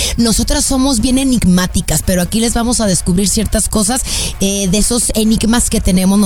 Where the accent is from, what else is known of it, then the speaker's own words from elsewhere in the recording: Guadalajara, Jalisco, Mexico; now in United States; estas tapatías importadas desde Guadalajara, Jalisco, México.